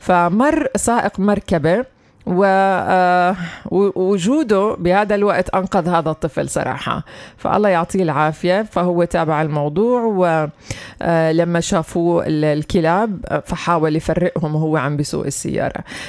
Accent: West Bank, Palestine; عندنا في الضفة الغربية

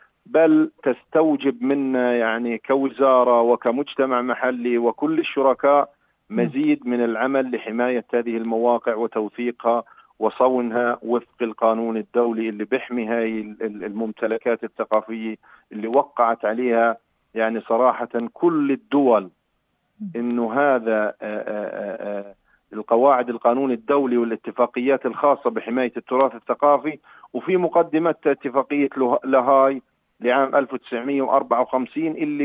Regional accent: Palestine; هذه الهجمة على كل شجرة وكل حجرة في فلسطين لن تثنينا كفلسطينيين

